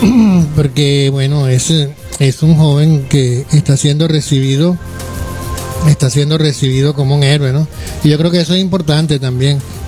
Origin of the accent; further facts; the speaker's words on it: Venezuela; de nuestra cultura, de nuestra gentilicio como ciudadanos venezolanos